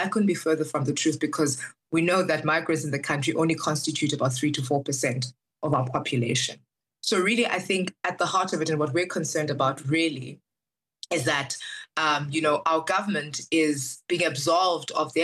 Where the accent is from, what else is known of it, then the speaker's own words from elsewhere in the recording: South Africa; I'm a South African myself